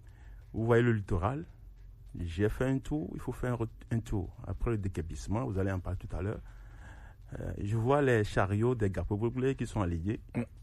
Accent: Togo; born there; moved away as an adult; also born or lived in France; Je suis né au Togo, j'ai quitté le Togo quand j'avais 23 ans.

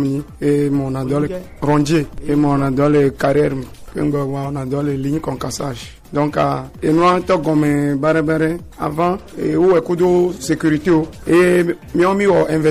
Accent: Togo; À mes sœurs que là on doit en tant que Togolais.

